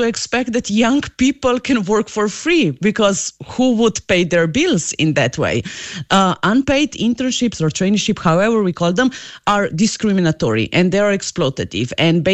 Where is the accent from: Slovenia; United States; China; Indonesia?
Slovenia; Look, I'm coming from Slovenia. In Slovenia, we banned unpaid internships in 2014.